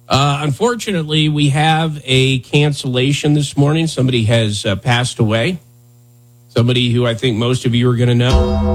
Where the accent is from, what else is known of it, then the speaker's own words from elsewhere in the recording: Wyoming, United States; as a kid in Wyoming